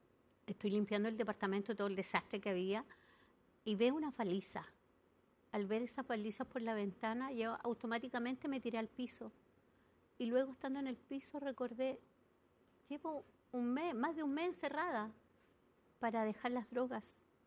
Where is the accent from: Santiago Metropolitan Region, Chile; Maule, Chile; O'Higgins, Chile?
Maule, Chile; Parral; also born or lived in Bajos de Mena, Chile; Bueno, mi lugar de origen es Parral, pero nací, me crié en Parral, me malcrié en Bajos de Mena y me transformé en Bajos de Mena.